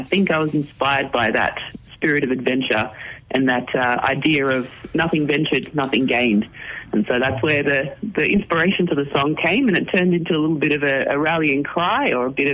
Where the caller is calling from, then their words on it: Victoria, Australia; We're in southwest Victoria, south of Ballarat.